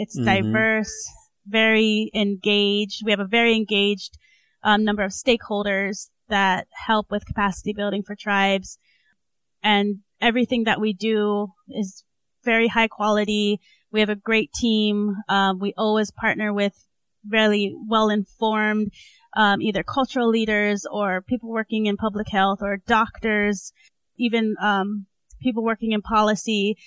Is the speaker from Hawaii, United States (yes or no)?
yes; Hawaii, United States; Yeah, well, I grew up in Hawaii. And I'm an enrolled member of the Gila River Indian community. So my family is actually from Arizona